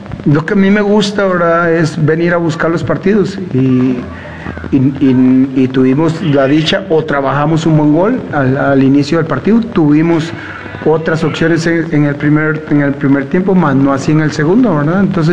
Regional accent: Costa Rica

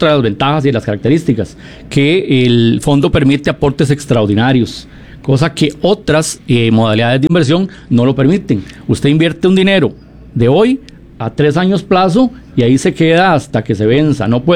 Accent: San Marcos de Tarrazú, San José, Costa Rica; Yo soy de San Marcos de Tarazú. De la zona de Los Santos.

